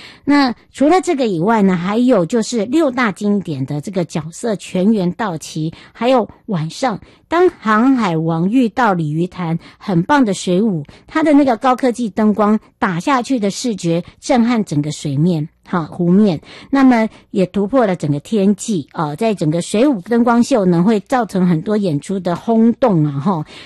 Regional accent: Yuli, Hualien County, Taiwan; 因为我们家乡这个玉里是属于南区

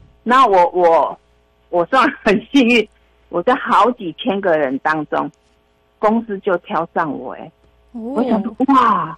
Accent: Kaohsiung, Taiwan; also born or lived in Yunlin; 我是云林人，我从两岁就从云林搬到旧草衙。旧草衙你们可能没有概念，旧草衙已经渔港靠近渔港，那个高雄是渔港，过港隧道那里。

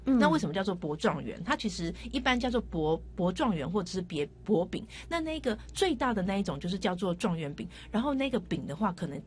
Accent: Taipei, Taiwan; also born or lived in Tainan; 因为像我本身是台南人嘛，那我从小生活在台北，那我就其实我居住的地区就是没有这样子的习惯，

